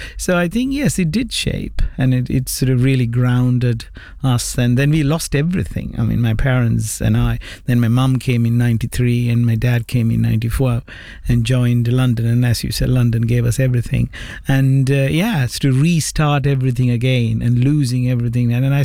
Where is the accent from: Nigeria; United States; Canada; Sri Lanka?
Sri Lanka; Batticaloa, Eastern Province; moved away as an adult; now in United Kingdom; We are in the east coast, a place called Batticalo. Okay. So that's where we come from. And it's a very small island. So I came, I was 19